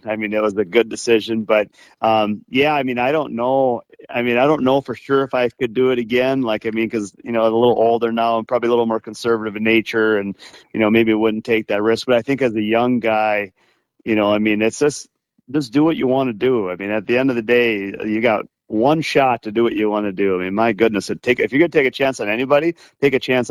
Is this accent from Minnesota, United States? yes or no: yes; Rochester, Minnesota, United States; I had bought a lot up here on Rainy Lake, and I was from Rochester again. I didn't know anybody up here.